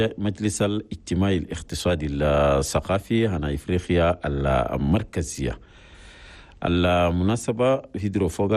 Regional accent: Chad; بلدنا تشاد

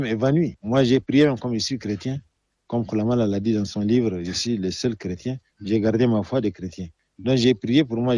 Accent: Chad; je suis un sudiste du Tchad. Je suis le seul ici.

